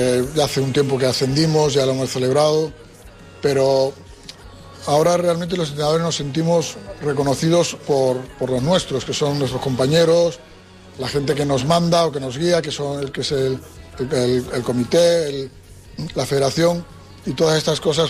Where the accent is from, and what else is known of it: Tenerife, Canary Islands, Spain; born or raised there